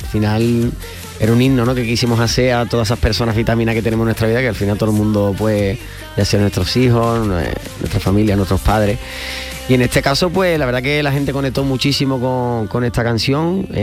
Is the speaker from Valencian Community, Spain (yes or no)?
no; Cádiz, Andalusia, Spain; moved away as an adult; now in Madrid, Spain; yo que vengo de Cádiz